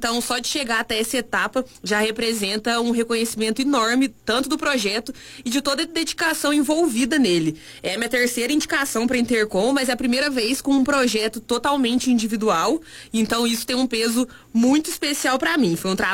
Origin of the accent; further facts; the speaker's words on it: Três Corações, Minas Gerais, Brazil; eu fico muito muito feliz de poder representar a nossa cidade e o nosso sotaque